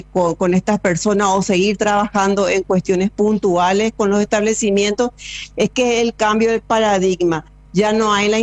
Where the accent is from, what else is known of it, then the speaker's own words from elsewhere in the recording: Paraguay; Inclusive como orgullo como paraguayos de que tenemos personas de la región que están haciendo estos programas